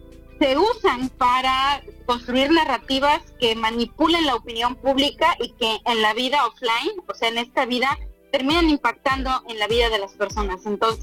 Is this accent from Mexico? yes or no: yes; Veracruz, Mexico; moved away; llegué a vivir aquí a la costa, aunque soy veracruzana